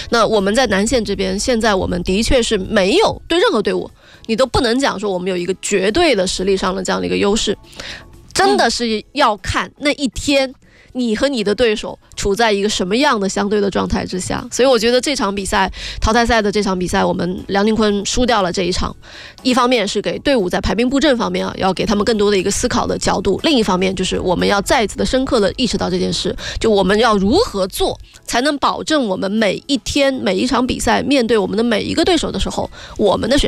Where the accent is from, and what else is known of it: China